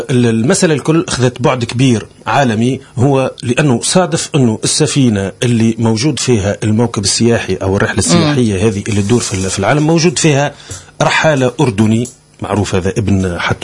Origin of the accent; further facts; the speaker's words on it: Tunisia; إحنا نسبيا في تونس